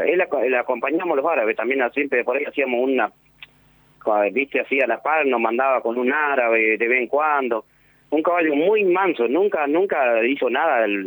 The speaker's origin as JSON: {"language": "Spanish", "region": "Entre Ríos", "country": "Argentina", "moved": "yes", "said": "porque yo de que vine de Entre Ríos para acá me fui a Lara y me quedé ahí y volví a casa Nigiro y de acá nunca más me fui."}